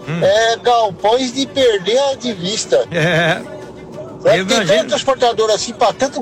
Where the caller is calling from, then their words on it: Guarulhos, São Paulo, Brazil; eu sou daqui de Guarulhos também.